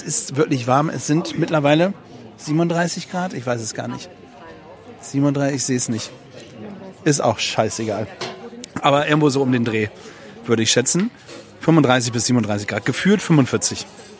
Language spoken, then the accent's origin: German; Berlin, Germany; accent: Berlinerisch; moved away; bei mir ist es so, wenn ich wieder hier in Berlin bin, dann fange ich automatisch wieder an zu Berlinern.